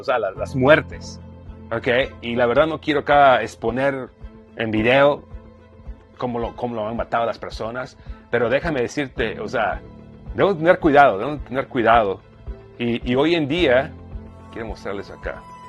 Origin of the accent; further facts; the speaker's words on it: Mexico; yo soy de México y la verdad, o sea, a ver, decimos, ¿no?